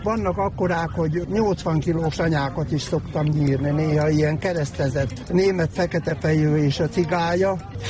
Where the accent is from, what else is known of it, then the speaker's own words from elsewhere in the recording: Hódmezővásárhely, Csongrád-Csanád, Hungary; born there; Ott is élek, igen, ott is születtem.